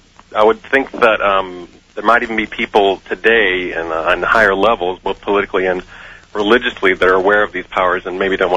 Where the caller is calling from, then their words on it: Glendale, United States; from Glendale.